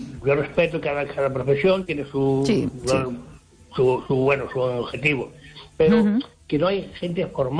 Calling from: Ferrol, Galicia, Spain; aquí de Ferrol.

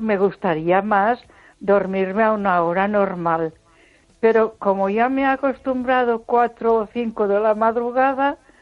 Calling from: Ponferrada, Castile and León, Spain; de Ponferrada.

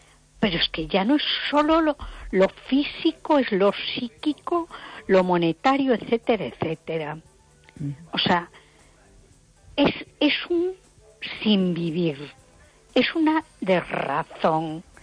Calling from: A Coruña, Galicia, Spain; de Coruña.

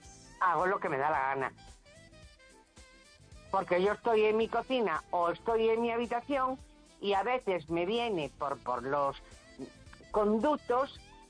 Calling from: A Coruña, Galicia, Spain; De Coruña.

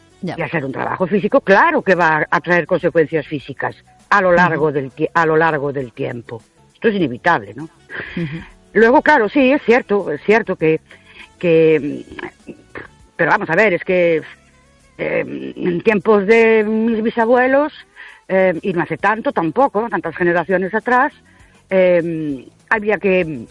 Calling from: Ourense, Galicia, Spain; Buenas noches … de Ourense.

